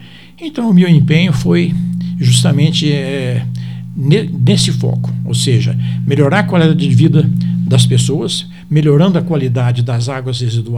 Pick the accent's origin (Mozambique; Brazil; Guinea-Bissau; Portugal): Brazil; Caconde, São Paulo; now in Espírito Santo do Pinhal, Brazil; eu sou natural de Caconde, nascido em Caconde, mas desde 1972 que eu estou em Espírito Santo do Pinhal.